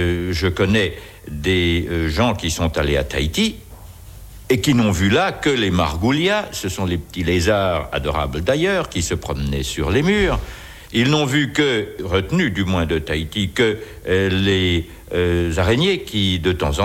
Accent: Lons-le-Saunier, Bourgogne-Franche-Comté, France; Quand j'avais 15 ans, j'avais une mansarde dans la maison de mon père, à Lons-le-Saunier dans le Jura. Je suis jurassien, je suis franc-comtois.

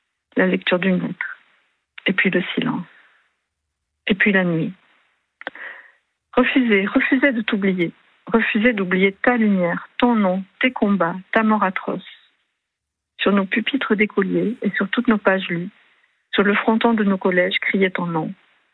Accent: Toulouse, Occitanie, France; Vous savez, moi je suis toulousaine, la Toulouse

